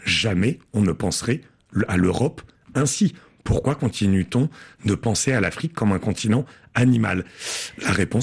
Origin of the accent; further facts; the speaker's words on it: France; Moi, je suis originaire des Cévennes.